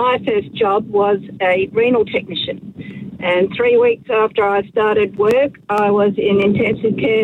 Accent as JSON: {"language": "English", "region": "South Australia", "country": "Australia", "said": "I'm probably giving you the message there that I'm not from Victoria, I'm from South Australia."}